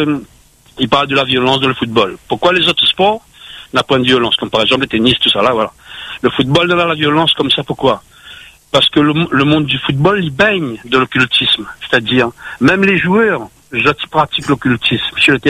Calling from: Saint-Pierre, Réunion; moi, je viens un peu de Saint-Pierre à l'époque, hein.

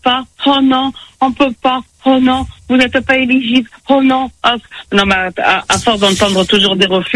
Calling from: France; nous on est français

